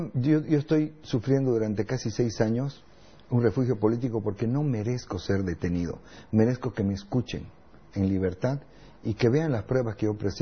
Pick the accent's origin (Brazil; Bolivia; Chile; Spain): Bolivia; yo como boliviano